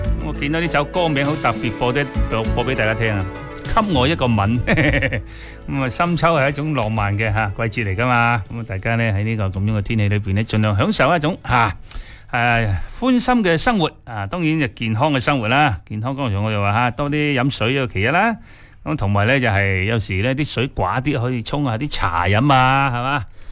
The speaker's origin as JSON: {"language": "Cantonese", "region": "Guangdong", "country": "China", "said": "我哋广东人"}